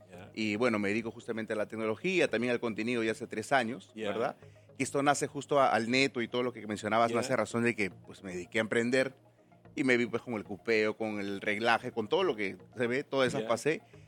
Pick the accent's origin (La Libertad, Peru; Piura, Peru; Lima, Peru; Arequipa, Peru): Lima, Peru; yo vengo de Villa El Salvador, ¿no? De abajo